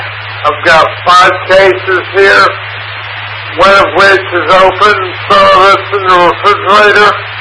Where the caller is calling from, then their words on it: Oklahoma City, Oklahoma, United States; from a hot Oklahoma City.